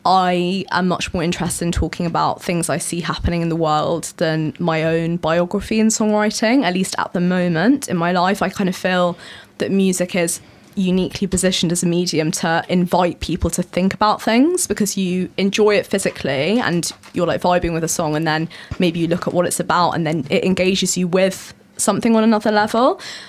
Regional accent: Brighton, South East England, United Kingdom; I grew up in Brighton

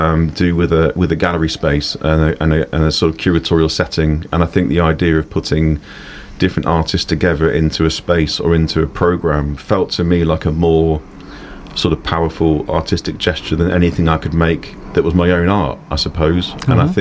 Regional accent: High Wycombe, South East England, United Kingdom; also born or lived in Glasgow; I'm from High Wycombe, so in Buckinghamshire.

